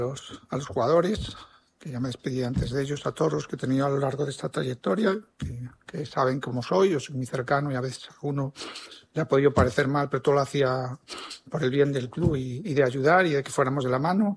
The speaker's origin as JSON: {"language": "Spanish", "town": "Pamplona", "region": "Navarre", "country": "Spain", "tie": "born or raised there"}